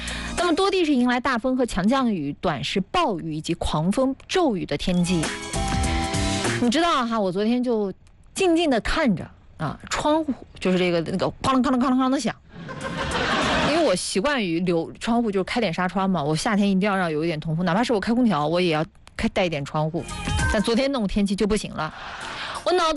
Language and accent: Chinese; Huaibei, Anhui, China; moved away; 因为我小时候在淮北嘛